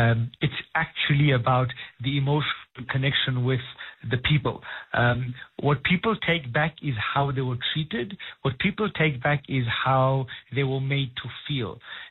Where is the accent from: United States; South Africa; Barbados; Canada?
South Africa; moved away; I am patriotically South African, but I do live outside of this country and I've spent a lot of time traveling the world.